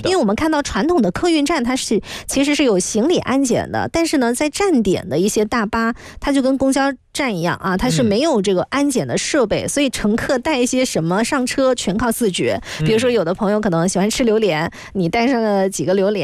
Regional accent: Guangdong, China; 来聊一聊让咱们广东人出行幸福感直接飙升的事儿

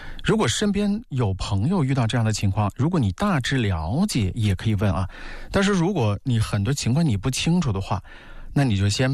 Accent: Wuhan, Hubei, China; 我们武汉人说梗到了

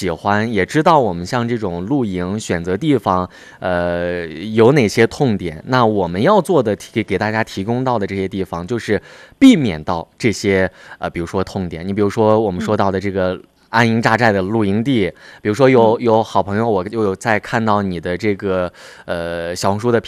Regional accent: Hubei, China; now in Xinjiang, China; 其实我老家也是江外的，是湖北的

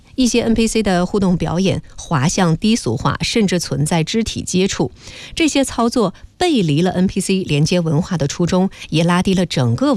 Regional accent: Changchun, Jilin, China; 比如说在我家乡啊，长春动植物园的 NPC 雪饼猴，

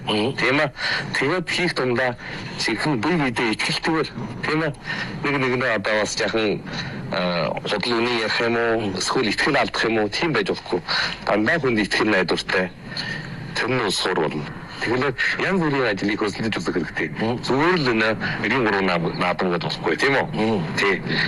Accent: Hulunbuir, Inner Mongolia, China; манай сайхан нутаг Хүлэнбэрт

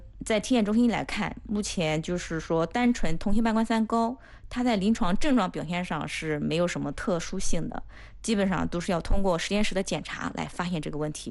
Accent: China

